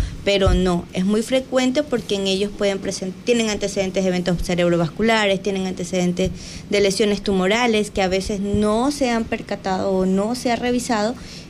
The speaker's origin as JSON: {"language": "Spanish", "town": "Río Chico", "region": "Manabí", "country": "Ecuador", "said": "yo vengo de Río Chico."}